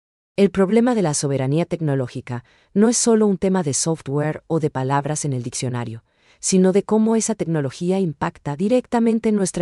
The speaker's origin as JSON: {"language": "Spanish", "country": "Paraguay", "said": "nos identifique como paraguayos"}